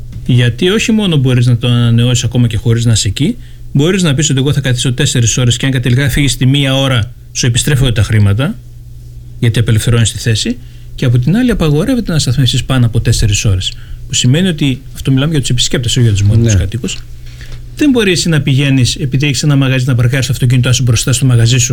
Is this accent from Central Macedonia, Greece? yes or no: yes; Giannitsa, Central Macedonia, Greece; Ζούμε σε μια επαρχιακή πόλη ή κομμόπολη με άλλα δεδομένα. Θυμάμαι ότι κάποτε είχα πει ότι είμαι από τα Γιάννητσά